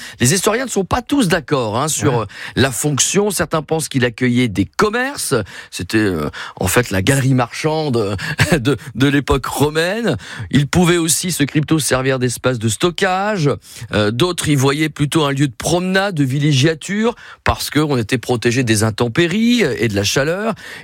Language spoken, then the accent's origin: French; Reims, Grand Est, France; chez nous à Reims